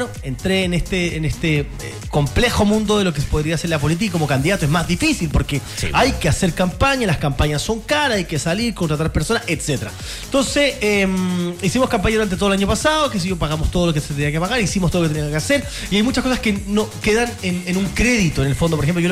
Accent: Limache, Valparaíso, Chile; Yo soy de Limache

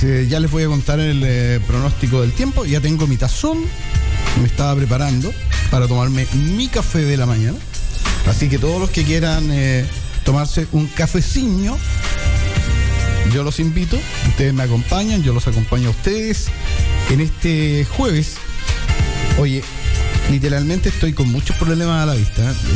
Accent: Chile

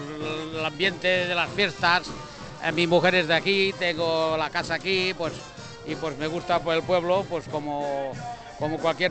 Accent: Baldellou, Aragon, Spain; yo soy hijo de Valdelló

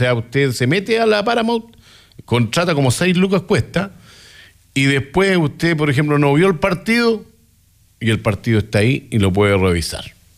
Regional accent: Chile

